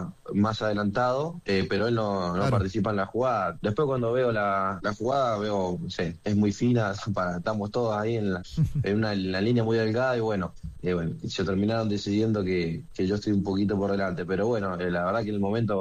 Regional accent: Mendoza, Argentina; para mí que yo soy mendocino, a mí me encanta que crezcan los equipos mendocinos

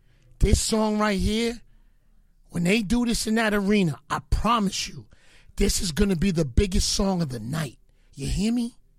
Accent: New York City, New York, United States; We're from the Bronx.

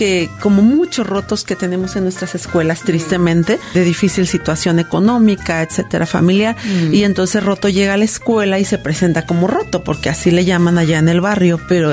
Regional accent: Jocotepec, Jalisco, Mexico; en Jocotepec lo acabo de presentar también, que es mi municipio, que es mi tierra.

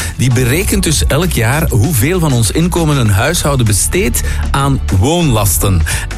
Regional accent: Flanders, Belgium; wij zijn Vlamingen, hè?

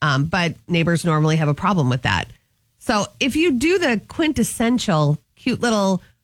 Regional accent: Anoka, Minnesota, United States; I'm from the Halloween capital of the world.

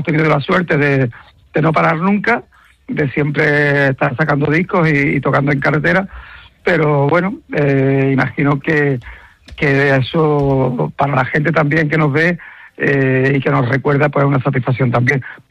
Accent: Andalusia, Spain; Y la verdad es que somos andaluces y eso se tiene que sentir en todos los sitios, ¿no?

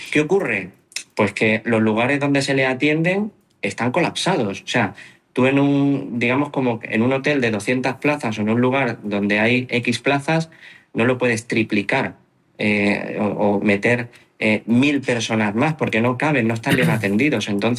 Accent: Ceuta, Spain; Yo tengo 47 años, soy de aquí de Ceuta

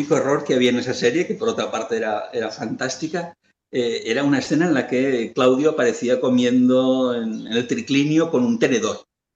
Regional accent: Lleida, Catalonia, Spain; una excavación cerca de Lleida, que es de donde yo soy.

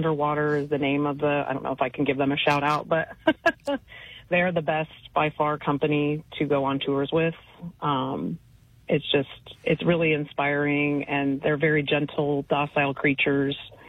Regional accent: Bement, Illinois, United States; I'm from Bement, originally.

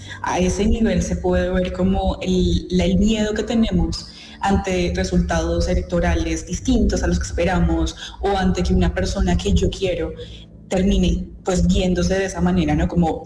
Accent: Colombia; somos de Colombias distintas, de momentos históricos distintos, de realidades sociales diferentes

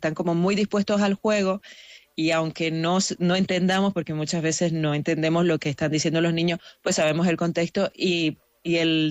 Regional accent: Nicaragua; moved away as an adult; now in Irún, Spain; Yo soy de Nicaragua. Yo llegué hace 8 años a Irún y he tenido que aprender euskera.

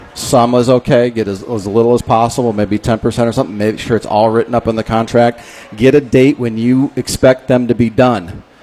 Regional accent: Lake County, Indiana, United States; I'm from Lake County.

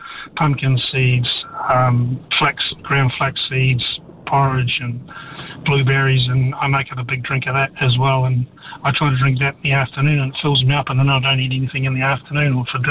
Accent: Northland, New Zealand; And I grew up in Northland, and so I went to school with a lot of Maori.

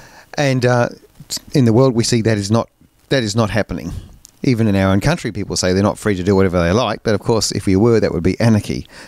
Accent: Australia; we are all Australian and we all are proud of our country and would die for our country

